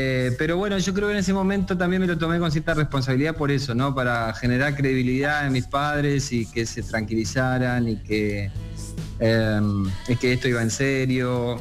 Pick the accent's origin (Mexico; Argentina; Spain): Argentina; born there; also born or lived in Rosario, Santa Fe / Concordia, Entre Ríos; yo también me crié en otra ciudad que se llama Concordia, nací en Rosario, me crié también por cuestiones familiares, entre Rosario y Concordia, que es una ciudad más pequeñita aún, pero sin haber viajado prácticamente y viviendo en una ciudad del interior de Argentina